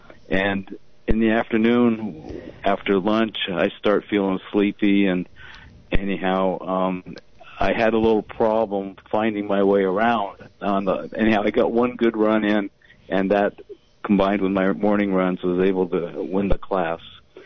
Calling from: San Juan Bautista, California, United States; Hi, Michelle. Hi, Tim. … from San Juan Bautista.

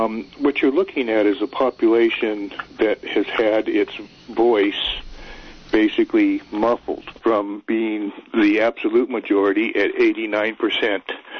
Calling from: Castro Valley, California, United States; Castro Valley.

